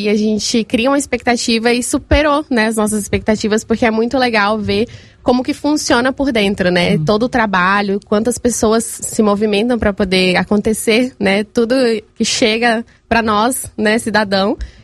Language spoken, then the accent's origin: Portuguese; Porto Seguro, Bahia, Brazil; moved away; Da Bahia, Porto Seguro